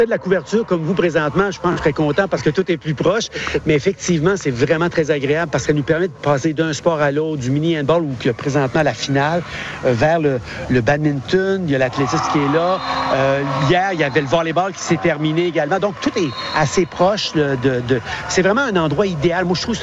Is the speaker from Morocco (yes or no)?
no; Quebec, Canada; Moi, je suis originaire du Québec.